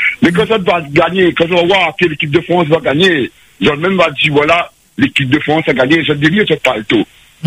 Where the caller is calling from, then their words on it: Réunion; moi je suis fier d'être français. Français, fier d'être réunionnais.